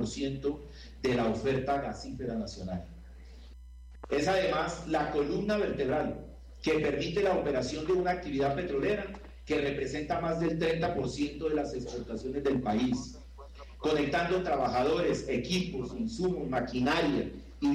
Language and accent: Spanish; Meta, Colombia; nos une como metenses, como habitantes de la Orinoquia y como colombianos